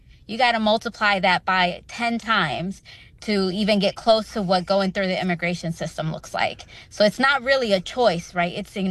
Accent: Memphis, Tennessee, United States; also born or lived in Mexico City; I'm actually an immigrant myself. I'm originally from Mexico City.

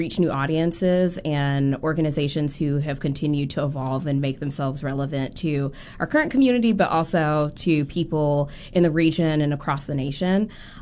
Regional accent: Memphis, Tennessee, United States; I'm a native Memphian.

